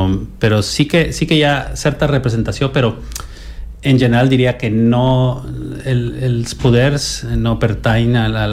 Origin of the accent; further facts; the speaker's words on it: Guatemala City, Guatemala Department, Guatemala; Catalan is a second language; moved away as an adult; now in Barcelona, Spain; vaig néixer a Guatemala a l'any 77 i vaig viure allà fins als 18 anys i tinc tota la meva família allà